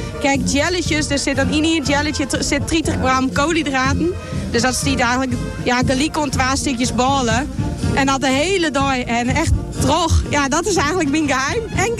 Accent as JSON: {"language": "Dutch", "region": "Friesland", "country": "Netherlands", "said": "En ik denk dat wij daar als Friesen heel goed in kip binnen."}